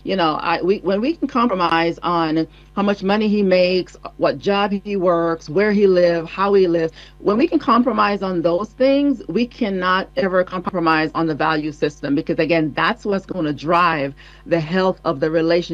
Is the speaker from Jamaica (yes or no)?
yes; Jamaica; I'm Jamaican